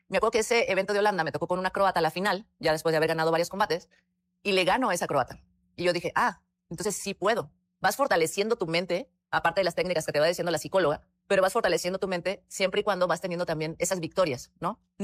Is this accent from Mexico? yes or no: yes; Mexico; en el Campeonato del Mundo en Puebla, en mi país